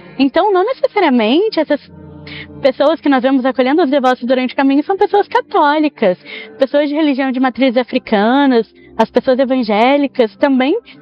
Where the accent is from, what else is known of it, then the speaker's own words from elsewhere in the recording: Aparecida, São Paulo, Brazil; Eu passei minha vida toda em Aparecida, então eu sempre estive envolvida nessa questão da fé